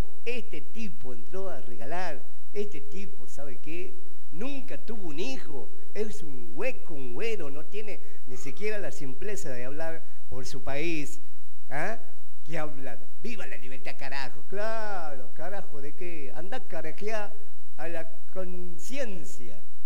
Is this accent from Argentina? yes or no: yes; Argentina; Así que le voy a decir simplemente que es mi nobleza, como hombre, como argentino. Yo conozco mi patria